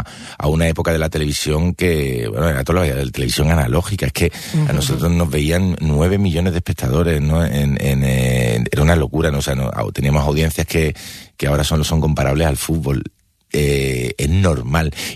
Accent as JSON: {"language": "Spanish", "town": "Málaga", "region": "Andalusia", "country": "Spain", "said": "Yo soy andaluz, soy de Málaga, mi abuelo era de León, mi bisabuelo era del País Vasco, mi padre nació en Granada"}